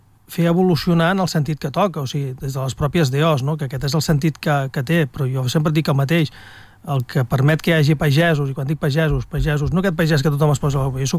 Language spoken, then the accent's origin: Catalan; Catalonia, Spain; som catalans